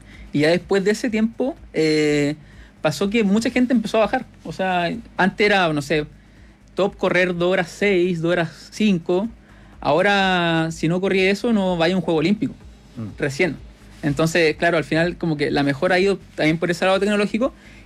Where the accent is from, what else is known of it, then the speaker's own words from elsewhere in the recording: Chile; a nivel como seleccionado chileno